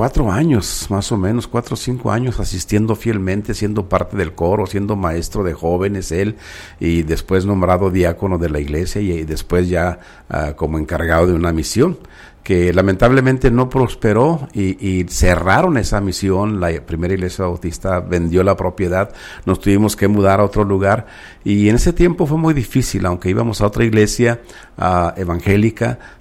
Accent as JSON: {"language": "Spanish", "town": "Ciudad Juárez", "region": "Chihuahua", "country": "Mexico", "tie": "born or raised there", "also_born_or_lived": "Torreón, Coahuila", "moved": "yes", "said": "De Torreón, Coahuila, sí, exactamente. Y criado allí en Ciudad Juárez, desde una edad muy temprana."}